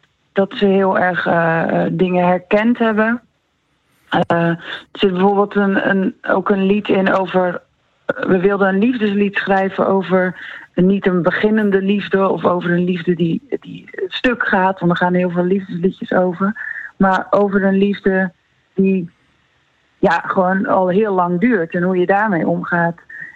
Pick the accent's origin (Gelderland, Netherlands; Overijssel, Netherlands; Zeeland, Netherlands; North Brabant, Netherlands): Zeeland, Netherlands; accent: Zeeuws; Ja, ik had wel. Ik sprak wel Zeeuwser dan ik dacht.